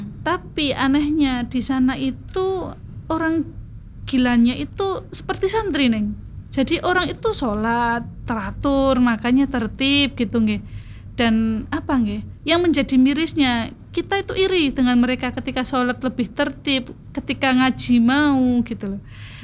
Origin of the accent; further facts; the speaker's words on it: Lamongan, East Java, Indonesia; moved away; saya itu kebetulan orang Lamongan, tapi jarang di Lamongan.